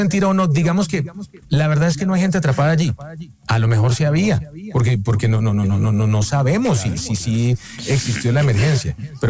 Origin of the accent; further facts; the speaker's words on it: Armenia, Quindío, Colombia; now in Manizales, Colombia; Si no, digamos que no tenía para dónde ir, porque nosotros somos de Armenia y no tenemos familia aquí en Manizales.